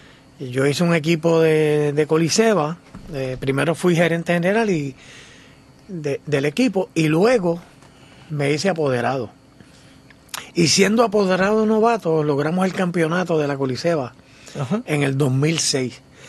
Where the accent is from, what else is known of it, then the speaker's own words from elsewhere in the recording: Puerto Rico; moved away as an adult; now in Villalba, Puerto Rico; Soy natural de Juanadía.